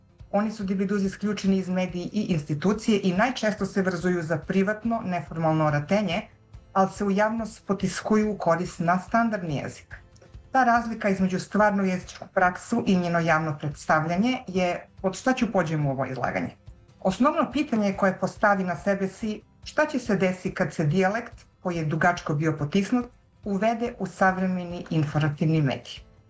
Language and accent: Serbian; Niš, Southern and Eastern Serbia, Serbia; now in United States; A rođena sam u Niš, gde sam živela do pre 10 godine, kad sam se sa porodicom preselila u Sjedinjene Američke Države, a gde i dan danas rabotim i živim.